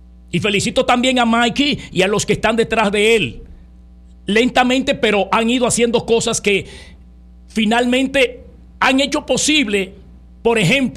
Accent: Dominican Republic; yo como otros dominicanos y como posiblemente otros comunicadores

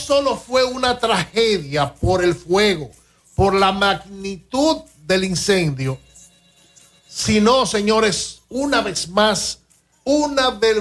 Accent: Dominican Republic

